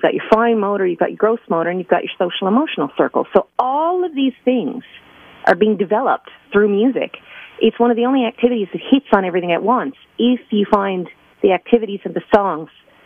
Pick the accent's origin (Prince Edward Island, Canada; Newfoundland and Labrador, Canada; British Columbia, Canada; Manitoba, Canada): Newfoundland and Labrador, Canada; born or raised there